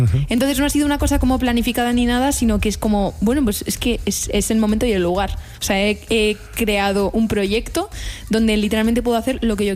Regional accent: Madrid, Community of Madrid, Spain; yo soy madrileña de toda la vida.

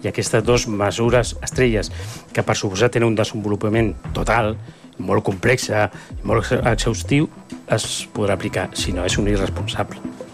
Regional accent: Catalonia, Spain; perquè jo soc català, dono una miqueta d'envegeta

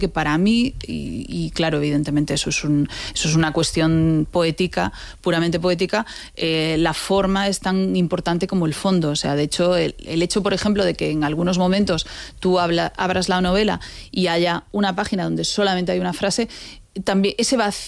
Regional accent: A Coruña, Galicia, Spain

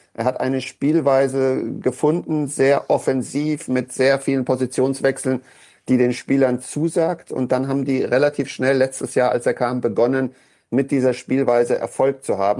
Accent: Frankfurt, Hesse, Germany; Ich bin ja Frankfurter und bin aufgewachsen, dass man die Eintracht aus Frankfurt liebt und bei den Bayern Schadenfreude empfindet.

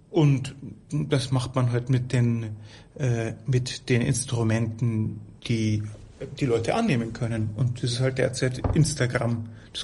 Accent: Bavaria, Germany; now in Rome, Italy; jetzt sage ich es mal als Bayer.

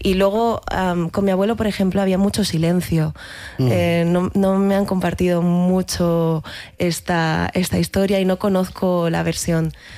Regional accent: Barcelona, Catalonia, Spain; now in Madrid, Spain; Yo nací en Barcelona, o sea, soy súper catalana, aunque muchos no quieran aceptarlo, pero llevo 14 años en Madrid, entonces tengo un popurrí de acentos

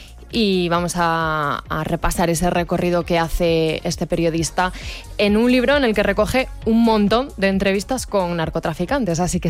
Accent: Galicia, Spain; now in Madrid, Spain; en mi tierra se conoce como fariña

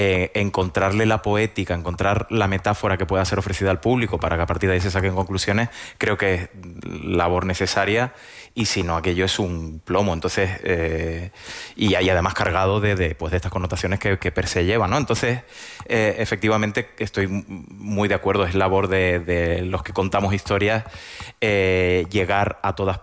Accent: Tenerife, Canary Islands, Spain; siendo tinerfeño, defiendo mi tinerfeñismo

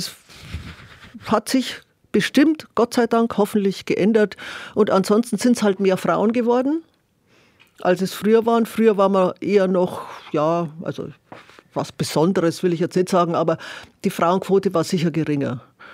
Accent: Freising, Bavaria, Germany; Also in Freising, wo ich herkomme

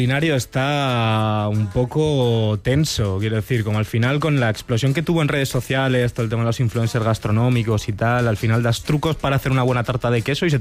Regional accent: Pamplona, Navarre, Spain; en la vorágine de San Fermín, como buen pamplonés que soy, voy a pasar unos días cerca del mar para ir cogiendo fuerzas.

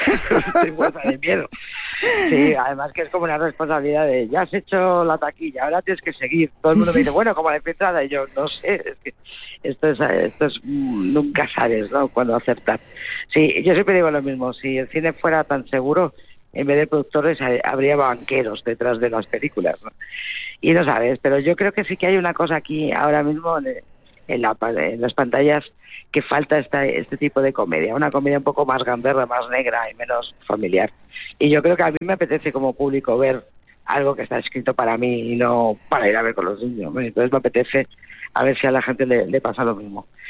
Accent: Bilbao, Basque Country, Spain; Pero, yo soy de Bilbao y tenemos esa fama también.

